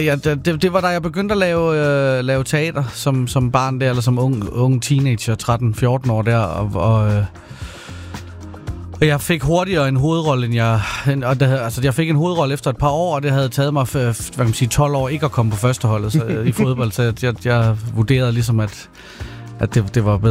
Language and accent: Danish; Odense, Region of Southern Denmark, Denmark; så nu står jeg fandme bare ved, at hvor jeg er fra.